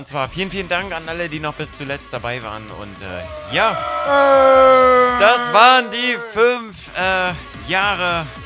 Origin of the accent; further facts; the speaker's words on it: Lower Saxony, Germany; Ich komme eigentlich aus Niedersachsen